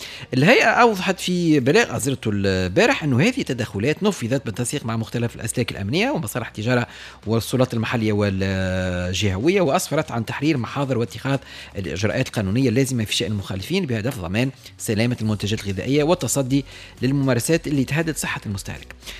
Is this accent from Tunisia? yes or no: yes; Tunisia; هو عندنا في تونس